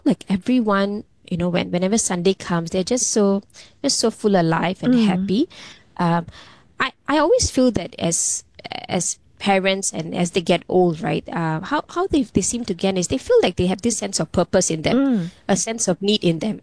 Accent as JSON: {"language": "English", "country": "Singapore", "said": "I mean, as a Singaporean, right? You have your own identity, and of course, being an Indian Singaporean"}